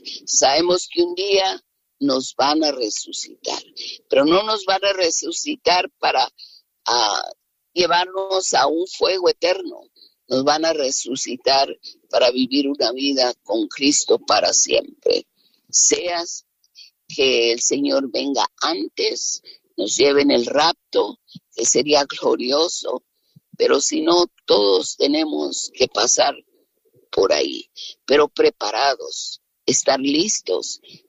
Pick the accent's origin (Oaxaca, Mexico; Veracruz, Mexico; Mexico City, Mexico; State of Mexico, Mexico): Mexico City, Mexico; now in Phoenix, United States; yo soy de la Ciudad de México